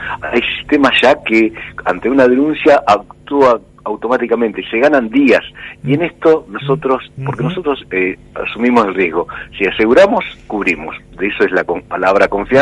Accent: Pergamino, Buenos Aires Province, Argentina; also born or lived in Santa Fe; Pergaminense, de nacido, criado, salvo los 4 años que viví en la ciudad de Santa Fe, en la querida Facultad de Ciencias de la Administración.

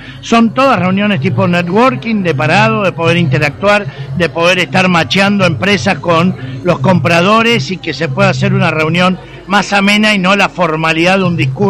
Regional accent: Santa Fe, Argentina

